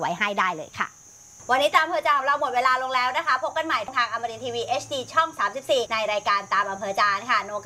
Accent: Southern Thailand, Thailand; เราเป็นคนใต้

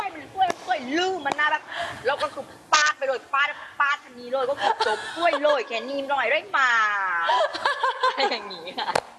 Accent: Phang Nga, Thailand

